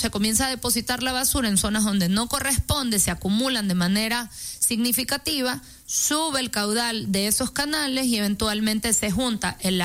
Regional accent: Guayaquil, Guayas, Ecuador; Guayaquil se inunda porque estamos como ciudad costera prácticamente al nivel del mar. Pero nosotros como guayaquileños

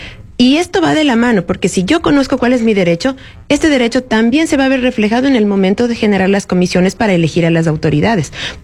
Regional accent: Ecuador; nosotros los ecuatorianos

